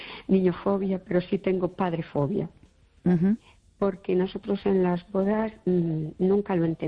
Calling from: Fene, Galicia, Spain

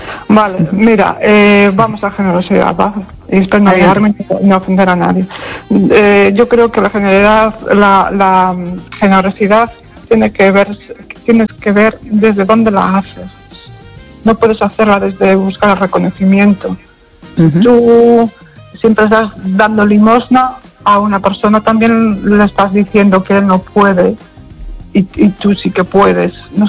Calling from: Pontevedra, Galicia, Spain; de Pontevedra.

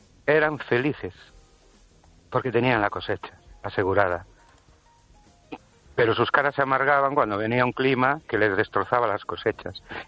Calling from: Ourense, Galicia, Spain; Buenas noches, Estéreo Elche … de Orense.

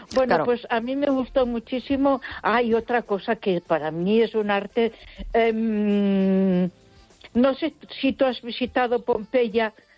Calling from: Ponferrada, Castile and León, Spain; Soy … de Ponferrada.

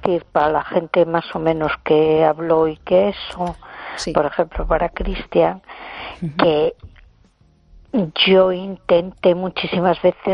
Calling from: A Coruña, Galicia, Spain; de Coruña.

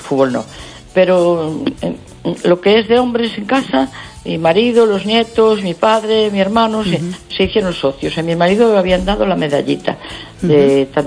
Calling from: A Coruña, Galicia, Spain; yo quiero que gane mi equipo porque yo soy de La Coruña.

